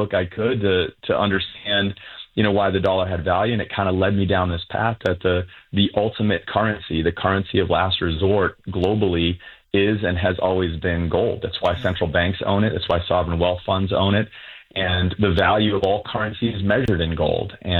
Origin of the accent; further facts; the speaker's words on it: New Bedford, Massachusetts, United States; moved away as an adult; also born or lived in Manchester, New Hampshire; I am actually a Massachusetts boy. I was born and raised in New Bedford.